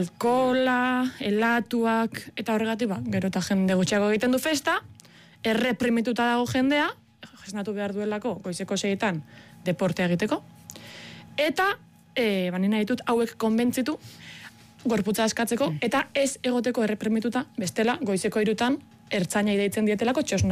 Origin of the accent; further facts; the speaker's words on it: Basque Country, Spain; baina Gipuzkoarra naiz, eta inguruko festetara joan naiz